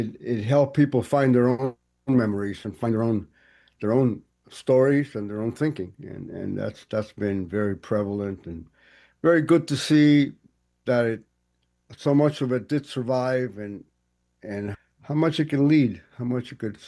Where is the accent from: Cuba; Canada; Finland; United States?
Cuba; Camagüey; moved away; I'm from Camagüey. Our families were traditionally Guajiro people, illiterate peasantry, it would be called at the time, campesino